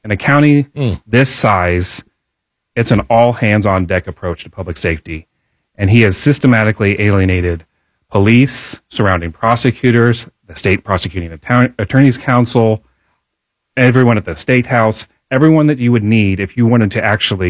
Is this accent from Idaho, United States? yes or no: no; Pike Township, Indiana, United States; So my background, I was born in Indiana, raised in Pike Township, went to IUPUI for undergrad, went to Harvard for law school.